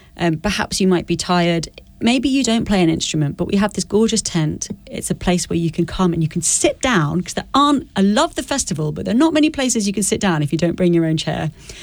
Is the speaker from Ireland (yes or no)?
no; United Kingdom; moved away as an adult; now in Lafayette, United States; And I'm from the UK, you can probably hear my accent.